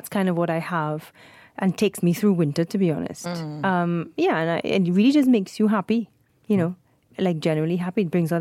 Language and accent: English; St. James, Trinidad & Tobago; moved away as an adult; I grew up in St. James, and St. James is, like most parts of Trinidad, because it's hot, everybody's windows open, and someone's always playing music.